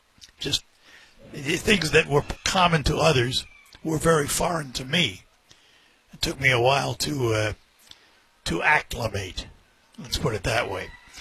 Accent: New York City, New York, United States; moved away as an adult; now in Saginaw, United States; as a New Yorker, born and raised in the Bronx in New York City. Fairs were foreign to me until I moved to Saginaw in 1974

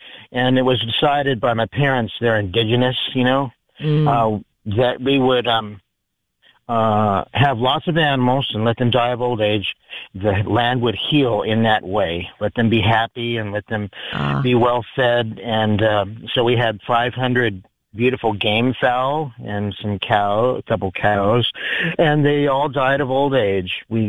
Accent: Chesapeake, Virginia, United States; now in San Diego, United States; I grew up in a place called Chesapeake, Virginia. More specifically, Great Bridge, Virginia.

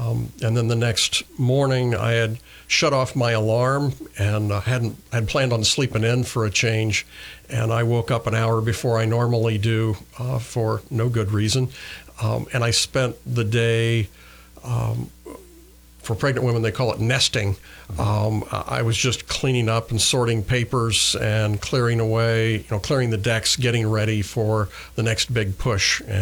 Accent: Brownsburg, Indiana, United States; I'm a 7th-generation Hoosier. I was raised in Brownsburg, Indiana.

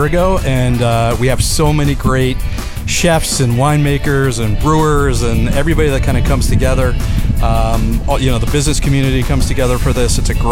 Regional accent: North Fork, Long Island, New York, United States; So I grew up on the North Fork.

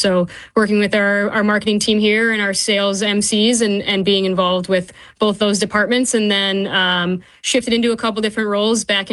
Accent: Beaver Dam, Wisconsin, United States; I actually am born and raised in Beaver Dam, Wisconsin, where Good Karma was founded back in 97.

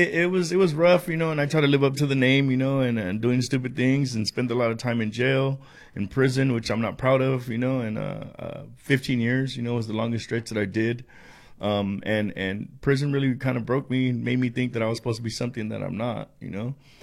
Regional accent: Los Angeles, California, United States; now in Bakersfield, United States; I grew up in Los Angeles.

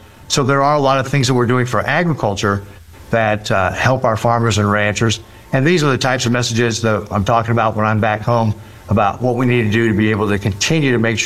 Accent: Nebraska, United States; That's what I'm working on very hard in my home state of Nebraska, is getting out around the state and talking to folks

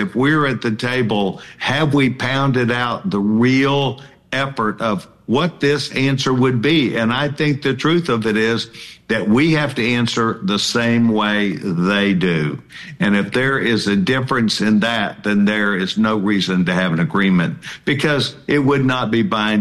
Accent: Texas, United States; I am proud, not just as a Texan, but as an American

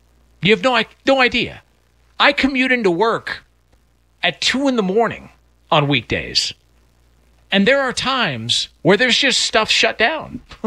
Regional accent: California, United States; I was born in Southern California, spent my entire life in Southern California. I also worked and lived in the South.

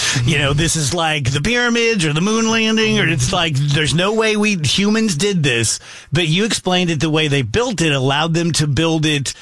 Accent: Illinois, United States; now in St. Louis, United States; I'm a St. Louis guy too. I grew up over in Illinois, but I've been here pretty much the whole time. And I grew up, honestly, like a bike ride away from Cokie Mounts

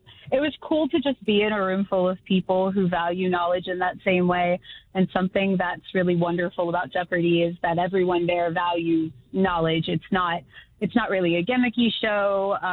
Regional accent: Fayetteville, West Virginia, United States; I actually grew up in Fayetteville, West Virginia. I'm from Fayette County originally.

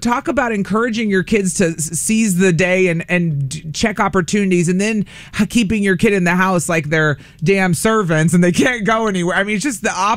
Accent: Carbondale, Illinois, United States; moved away; I chose to stay and go to college back home where I grew up in Southern Illinois in Carbondale

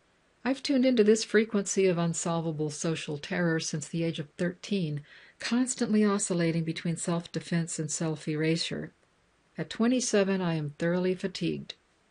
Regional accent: Nigeria; a different video detailing yet another horrific killing of a gay man a few miles from my hometown in Nigeria was sent to my inbox.

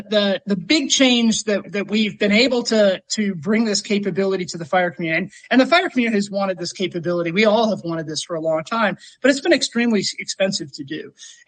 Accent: Gulf Coast, United States; born or raised there

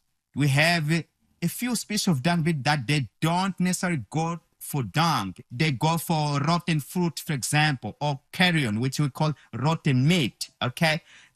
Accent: Beira, Sofala, Mozambique; We grew up together in Beira.

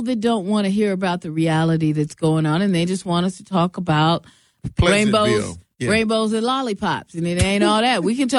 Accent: Seattle, Washington, United States; I'm from Seattle, Washington.

